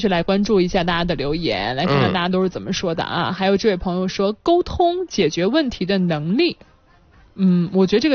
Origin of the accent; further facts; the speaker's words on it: Yuncheng, Shanxi, China; accent: Yuncheng dialect; 用我们运城方言说